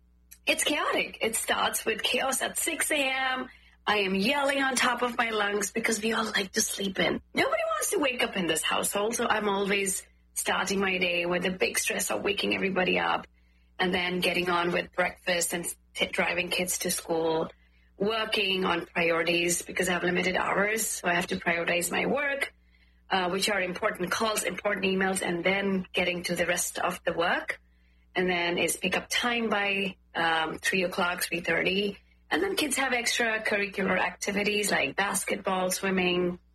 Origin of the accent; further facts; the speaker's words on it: Uttarakhand, India; moved away; So I'm from North India, I'm from Uttarakhand. Uttarakhand is a beautiful state right next to Nepal, where we can see the whole Himalayan range.